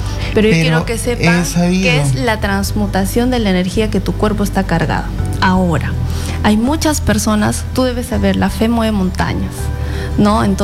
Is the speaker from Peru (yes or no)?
yes; Peru; todos somos peruanos.